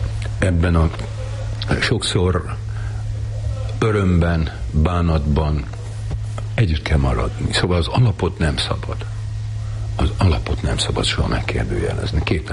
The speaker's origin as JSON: {"language": "Hungarian", "town": "Kunszentmárton", "region": "Jász-Nagykun-Szolnok", "country": "Hungary", "tie": "born or raised there", "said": "Kúszen Mártonban, az Zrínyi utcában laktunk, és annak utcának a végén, ahogy megyünk Varjúhát felé, volt egy tér"}